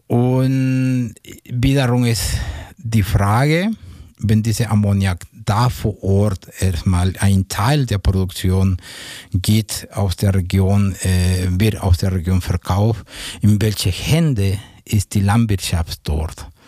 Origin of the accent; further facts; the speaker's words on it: Mexico; wir Ausländer, ich bin Mexikaner